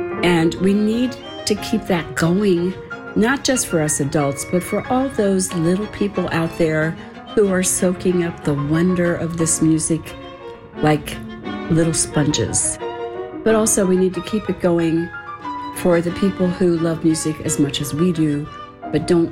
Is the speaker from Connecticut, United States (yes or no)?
no; Cincinnati, Ohio, United States; from Cincinnati, longtime WGUC fan and forever music lover.